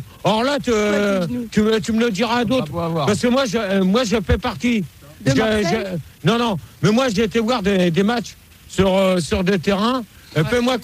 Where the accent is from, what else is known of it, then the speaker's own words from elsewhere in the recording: Marseille, Provence-Alpes-Côte d'Azur, France; Attends, parce que moi, je suis Marseillais.